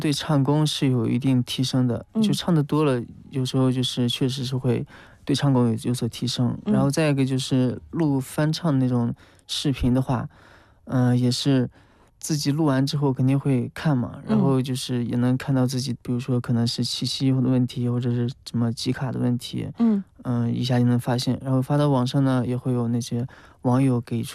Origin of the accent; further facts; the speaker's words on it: Shaanxi, China; also born or lived in Xinjiang; 我当时因为就在新疆读的大学，然后我们的贝斯手是东北的，我是陕西的